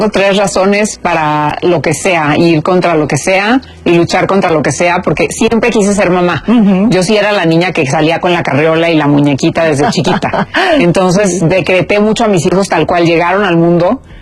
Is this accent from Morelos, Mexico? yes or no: no; Mexicali, Baja California, Mexico; also born or lived in Los Angeles; Yo crecí en los camerinos de Telemundo Los Ángeles, en el teatro en Mexicali, pero yo crecí en Mexicali.